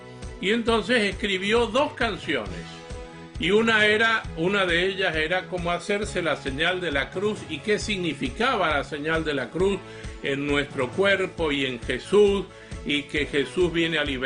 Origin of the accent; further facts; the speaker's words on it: Mendoza, Argentina; Hace muchos años, en Argentina, de donde yo soy, en Mendoza, un amigo muy conservador me mostró un video